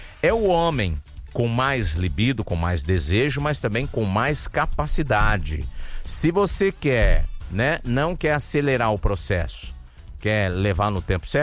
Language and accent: Portuguese; Paraná, Brazil; Não, sou paranaense.